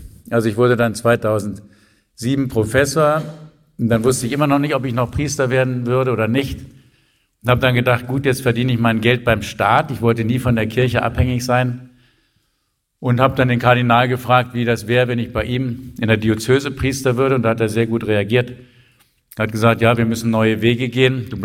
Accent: Northern Germany, Germany; moved away as an adult; now in Vienna, Austria; wie man an meiner Sprache hört. Ich bin jetzt seit 25 Jahren in Wien, aber ich komme aus Norddeutschland. Genau genommen muss ich sagen, mein Vater kam aus Schlesien

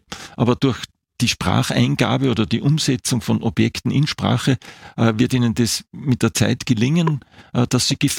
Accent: Graz, Styria, Austria; Nein, habe ich nicht. Ich bin aus Graz.

